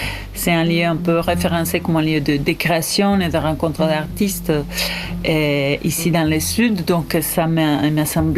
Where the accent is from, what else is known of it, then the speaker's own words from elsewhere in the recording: Entre Ríos, Argentina; also born or lived in Córdoba; Ben oui, ben, je peux dire que je suis née à Cordoba. Après, j'ai grandi plus en Entre Ríos, justement du côté de l'Uruguay